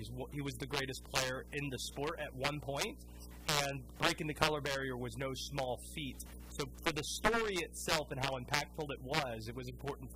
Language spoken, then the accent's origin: English; Baltimore, Maryland, United States; I am from Baltimore, just like the Baltimore Bullet